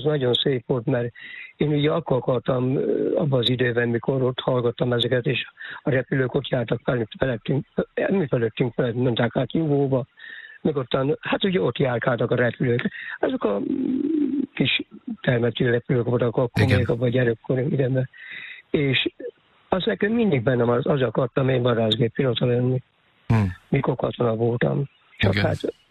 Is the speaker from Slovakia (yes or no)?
no; Öttömös, Csongrád-Csanád, Hungary; born there; moved away; ez ugye Ötemesen volt kint, a szülőházam, ahol volt.